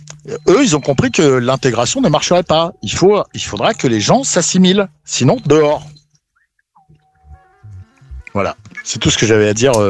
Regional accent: Paris, Île-de-France, France; Tu vois, je suis parisien.

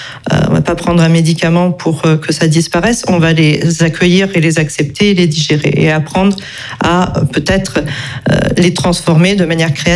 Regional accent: Canada; moved away; Moi, je viens du Canada

